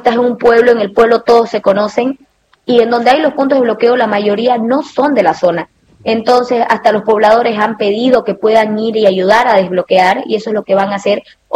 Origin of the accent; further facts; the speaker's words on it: Warnes, Santa Cruz, Bolivia; La realidad es que nosotros aquí en Santa Cruz, yo soy de Guarnes, una ciudad que es al norte de Santa Cruz, somos productores.